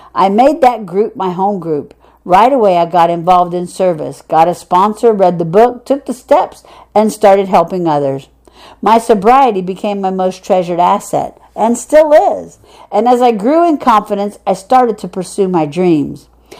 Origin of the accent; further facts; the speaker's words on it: Iceland; My hometown, Iceland, had a handful of mee